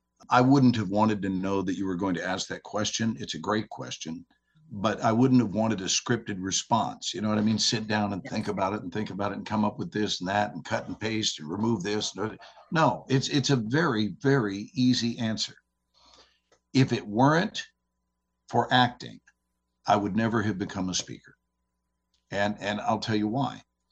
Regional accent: Texas, United States; You know, I'm from Texas, so this is the way so many people say.

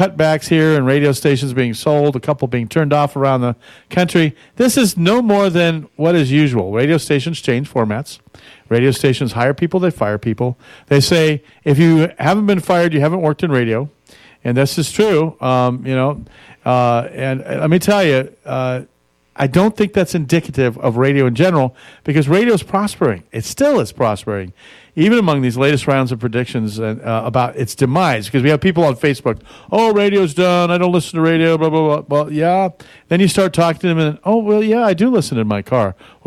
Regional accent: Oelwein, Iowa, United States; moved away; my hometown radio station in Olwine, Iowa, KOEL.

